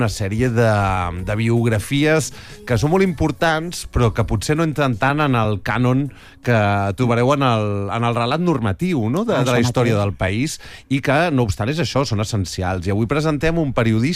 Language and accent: Catalan; Barcelona, Catalonia, Spain; alguns oients ja sabeu que sóc del Guinardó